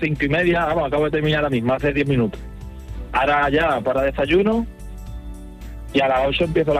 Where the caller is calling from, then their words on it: San Juan del Puerto, Andalusia, Spain; Estoy en San Juan del Puerto ahora mismo, trabajando.